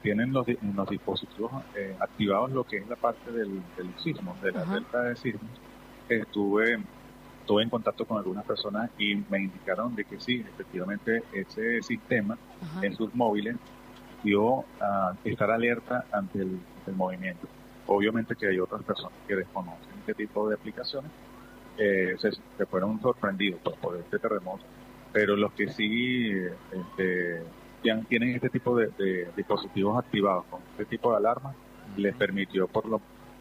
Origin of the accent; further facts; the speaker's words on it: Caracas, Capital District, Venezuela; De verdad que soy de Caracas